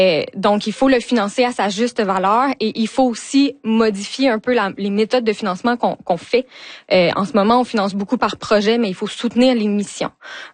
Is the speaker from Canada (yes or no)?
yes; Val-d'Or, Quebec, Canada; moved away as an adult; Oui, ben moi, dans le fond, je suis originaire de Val-d'Or. Je suis née, j'ai grandi là-bas, puis j'ai quitté la région pour les études.